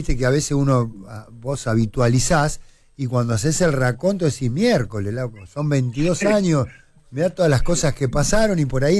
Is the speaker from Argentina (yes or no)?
yes; Argentina